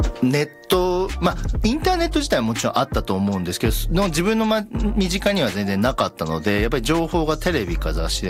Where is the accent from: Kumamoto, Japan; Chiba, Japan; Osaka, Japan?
Chiba, Japan; born there; まあ自分千葉生まれなんですけど、うん、まあ東京とその、近からず遠からずって感じなので